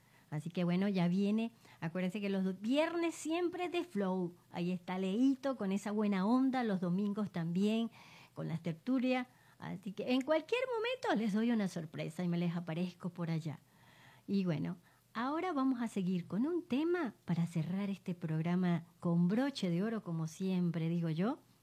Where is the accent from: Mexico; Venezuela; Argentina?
Venezuela; como decimos nosotros en Venezuela